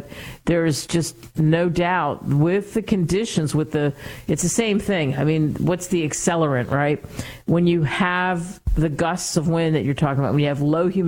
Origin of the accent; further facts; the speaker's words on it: Pennsylvania, United States; I grew up outside of Philadelphia.